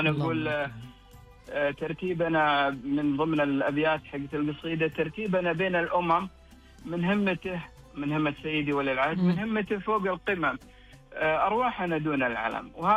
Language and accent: Arabic; Saudi Arabia; نشاهدها الآن كسعوديين عندنا كمجتمعنا، واعتزازنا بوطننا